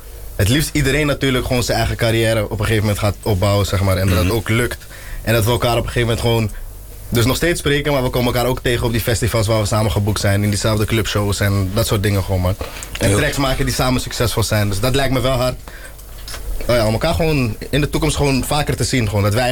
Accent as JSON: {"language": "Dutch", "town": "Amsterdam", "region": "North Holland", "country": "Netherlands", "said": "Ikzelf, ik kom van Amsterdam-West."}